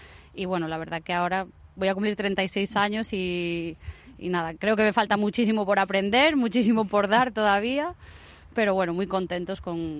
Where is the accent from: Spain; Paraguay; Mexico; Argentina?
Spain; Galicia; moved away as an adult; now in Formentera, Spain; empecé muy jovencita a trabajar con 16 años en mi tierra, en Galicia